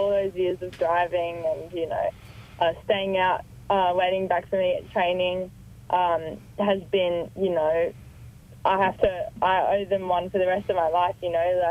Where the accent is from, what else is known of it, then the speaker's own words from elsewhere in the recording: Sydney, New South Wales, Australia; I've lived in Epping for most of my life.